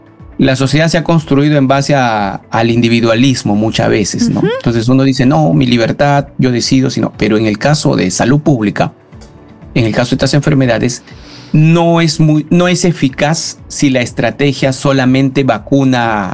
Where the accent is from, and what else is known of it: Peru